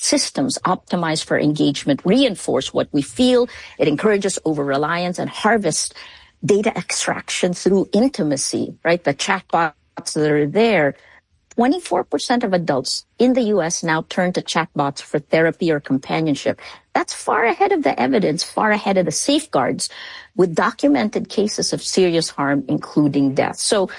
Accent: Philippines; Because I come from the Philippines.

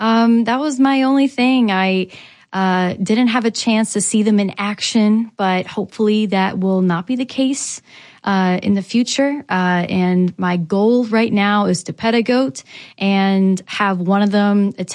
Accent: Pittsburgh, Pennsylvania, United States; now in Knoxville, United States; my hometown of Pittsburgh

